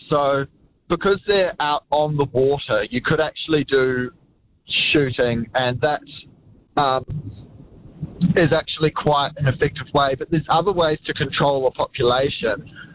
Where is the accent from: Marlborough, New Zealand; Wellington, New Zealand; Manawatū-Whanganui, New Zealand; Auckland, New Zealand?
Auckland, New Zealand; I'm from Auckland, and I've been to Auckland's east coast beaches